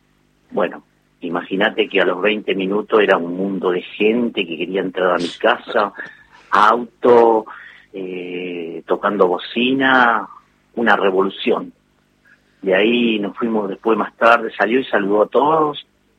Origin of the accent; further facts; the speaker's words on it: Pontevedra, Buenos Aires Province, Argentina; born there; now in 25 de Mayo, Argentina; yo nací en Pontevedra, provincia de Buenos Aires, y en el año 70 mis padres compraron acá 25 de mayo y bueno, del año 70 somos de 25 de mayo.